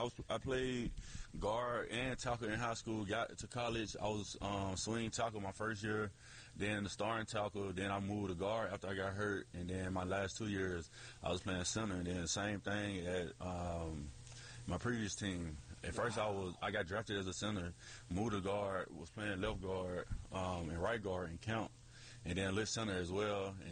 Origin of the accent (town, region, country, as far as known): Clarksdale, Mississippi, United States; born or raised there